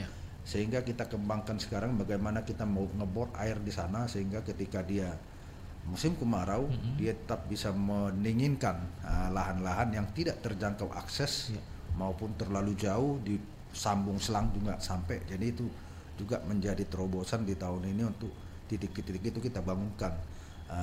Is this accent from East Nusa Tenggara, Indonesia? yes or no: no; Medan, North Sumatra, Indonesia; now in East Kalimantan, Indonesia; Buktinya saya juga orang Medan